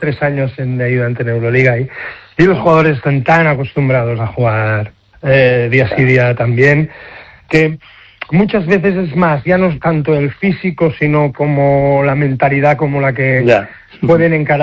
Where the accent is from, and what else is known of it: Badalona, Catalonia, Spain